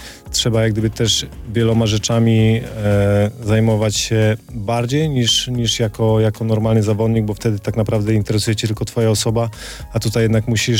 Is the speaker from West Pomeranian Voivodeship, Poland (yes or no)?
yes; Kołobrzeg, West Pomeranian Voivodeship, Poland; ja jestem z Kołobrzegu, pochodzę z Kołobrzegu i tam zawsze była ta zgoda Pogoni z Legią, to było coś normalnego i ja się na tym wychowałem